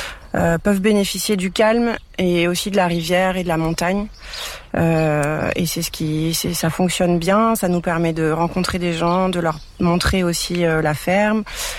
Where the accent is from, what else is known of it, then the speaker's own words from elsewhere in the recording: Paris, Île-de-France, France; Moi, je viens de Paris.